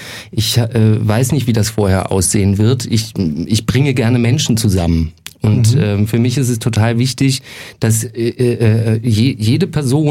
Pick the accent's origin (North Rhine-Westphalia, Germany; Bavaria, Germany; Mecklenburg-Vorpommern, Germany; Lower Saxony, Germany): Bavaria, Germany; Nuremberg; moved away as an adult; now in Munich, Germany; Und wir haben beschlossen, nach München zu ziehen. Und ich als Nürnberger wollte mir mal ein eigenes Bild von der Stadt machen